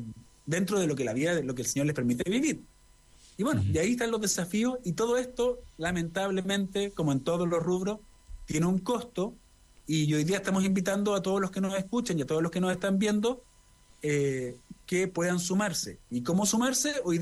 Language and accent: Spanish; Chile; que como todos, como chilenos, nos pongamos la mano en el corazón